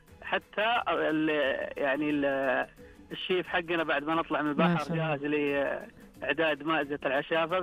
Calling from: Medina, Medina Province, Saudi Arabia; أنا من المدينة المنورة.

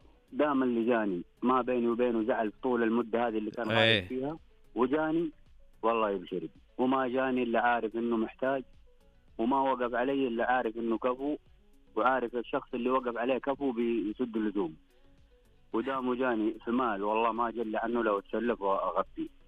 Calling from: Mecca, Makkah Province, Saudi Arabia; من مكة يا حبيبي.

